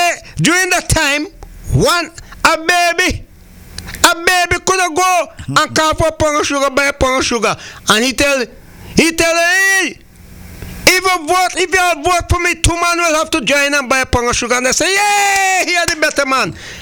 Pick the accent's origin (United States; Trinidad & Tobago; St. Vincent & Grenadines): St. Vincent & Grenadines; moved away; my hometown in St. Vincent and the Grenadines.